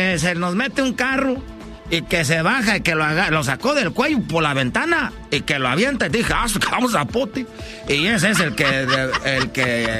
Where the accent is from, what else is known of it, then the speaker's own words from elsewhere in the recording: Mexico; now in United States; como decimos aquí, los que llegamos de México, nos hacemos como pochos